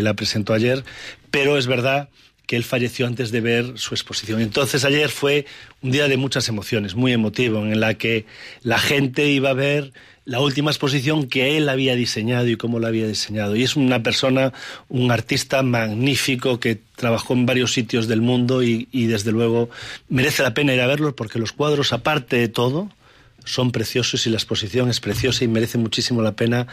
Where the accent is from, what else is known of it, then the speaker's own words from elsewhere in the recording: Galicia, Spain; como gallegos que fuimos pueblo emigrante